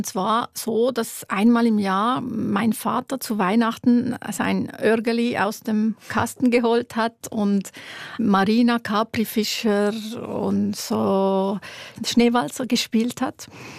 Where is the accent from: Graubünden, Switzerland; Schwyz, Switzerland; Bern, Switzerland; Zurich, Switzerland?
Schwyz, Switzerland; Wollerau; Ich komme aus einem kleinen Dorf. In Wollerau bin ich aufgewachsen, im Kanton Schwyz.